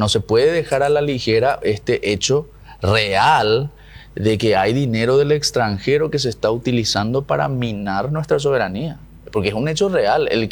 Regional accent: Paraguay; nosotros como paraguayos estamos a favor de la cooperación entre los estados

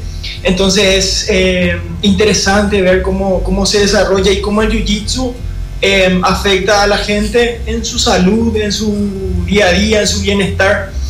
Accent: Luque, Central, Paraguay; Soy luqueño, vivo en Luque desde siempre.

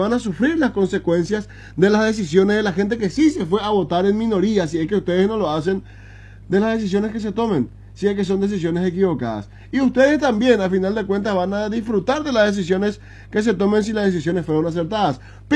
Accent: Presidente Franco, Alto Paraná, Paraguay; necesita nuestra ciudad, presidente Franco, que necesita nuestro departamento del Alto Paraná

